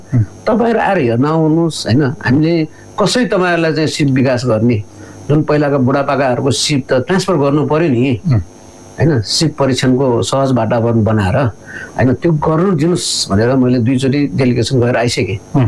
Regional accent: Bhaktapur, Bagmati, Nepal; अब हामी खास पनि भक्तपुरको बासिन्दा हौँ होइन, यहाँ भक्तपुरहरूको एउटा कस्तो भन्दाखेरि गरगहनामा ठुलो योगदान छ.

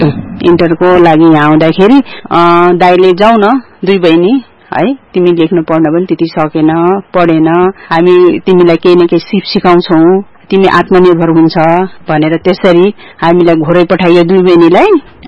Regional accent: Himachal Pradesh, India; also born or lived in Madi Rural Municipality, Nepal; now in Ghorahi, Nepal; मेरो जन्म चाहिँ इन्डियामा भयो, हिमाचलमा। म हुर्किने बढ्ने उतै इन्डियातिर भयो। त्यसपछि म 56 सालमा नेपाल आएको, 56 सालमा नेपाल आएर 2 वर्ष चाहिँ म आफ्नो माडी गाउँपालिका घरती गाउँ पर्छ अहिले, त्यही बस्यो 2 वर्ष जति।

